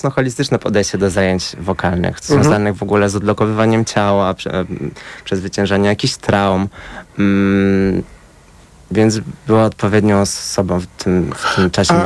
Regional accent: Kielce, Świętokrzyskie Voivodeship, Poland; Ja pochodzę z Kielc, tak. Nie jestem takim małym miastem, ale też chciałem zrobić ten krok.

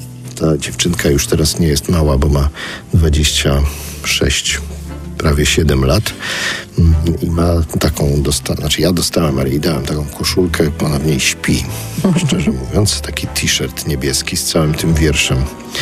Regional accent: Kraków, Lesser Poland, Poland; No więc ja przypomnę, że jestem z Krakowa

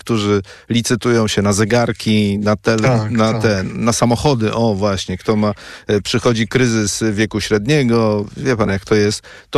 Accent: Łódź, Łódź Voivodeship, Poland; obaj jesteśmy z Łodzi.

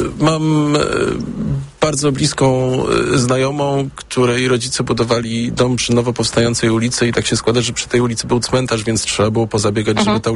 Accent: Warsaw, Masovian Voivodeship, Poland; mieszkam w Warszawie od urodzenia

